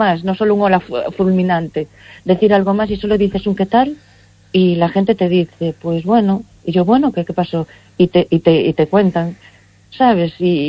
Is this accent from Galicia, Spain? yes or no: yes; Cortegada, Galicia, Spain; born or raised there